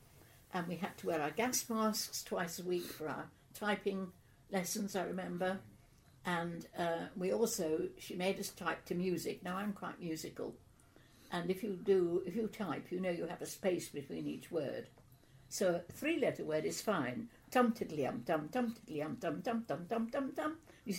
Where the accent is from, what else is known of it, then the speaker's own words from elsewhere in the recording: Leek, West Midlands, United Kingdom; also born or lived in Brockmoor / Hanley; I was born in Brockmoor Vicarage. I think it's now called West Midlands. It's somewhere near, between Dudley and Starbridge. And then we moved to Leek, which was absolutely glorious, in the moorlands, in North Staffordshire.